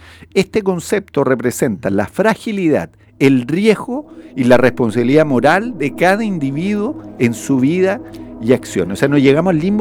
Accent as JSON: {"language": "Spanish", "country": "Spain", "said": "Pero como española podríamos entenderla, no hay problema."}